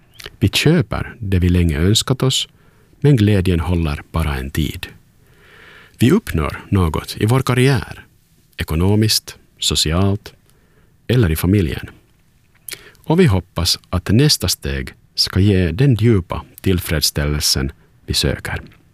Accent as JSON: {"language": "Swedish", "town": "Turku", "region": "Southwest Finland", "country": "Finland", "said": "från Åbo och du lyssnar på Yle Vegas aftonandakt."}